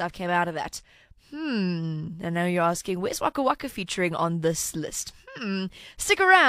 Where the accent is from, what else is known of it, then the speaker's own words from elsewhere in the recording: South Africa; I'm South African.